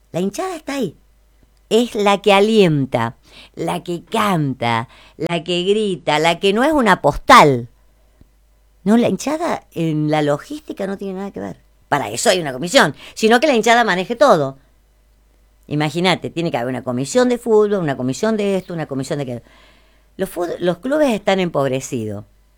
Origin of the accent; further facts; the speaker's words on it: Villa Mercedes, San Luis, Argentina; somos de acá, de Villa Mercedes